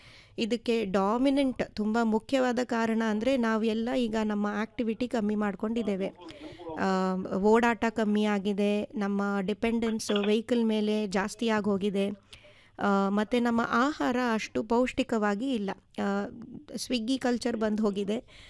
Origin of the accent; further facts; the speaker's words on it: Karnataka, India; ನಮ್ಮ ಊರಿನ, ನಮ್ಮ ದಕ್ಷಿಣ ಕನ್ನಡ ಸೈಡಿನ ಕೊಬ್ಬರಿ ಎಣ್ಣೆ.